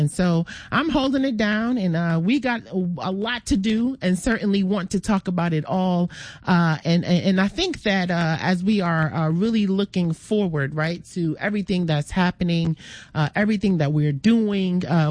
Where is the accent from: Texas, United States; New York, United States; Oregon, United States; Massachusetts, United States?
New York, United States; Well, I am a New Yorker, as y'all know, and so I am definitely very excited on the heels of what was a really, really historic game.